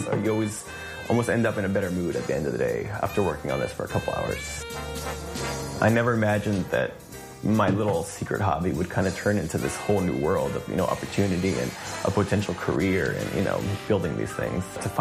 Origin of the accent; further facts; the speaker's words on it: Alhambra, California, United States; Ever since I was a kid, growing up in Alhambra, it was always something that I saw all these different styles of architecture